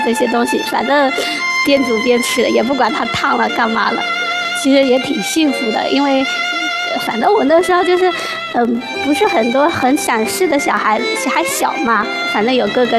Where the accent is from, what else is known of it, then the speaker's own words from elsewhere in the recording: Shangrao, Jiangxi, China; 我来自江西上饶，然后我是在一个仓库里搬螺丝的